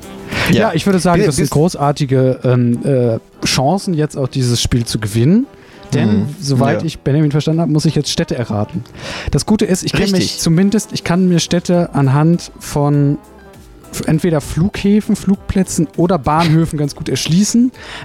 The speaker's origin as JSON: {"language": "German", "region": "Schleswig-Holstein", "country": "Germany", "said": "Aus Schleswig-Holstein."}